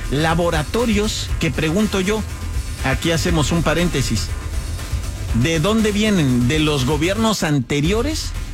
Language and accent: Spanish; Mexico; Como mexicano se los digo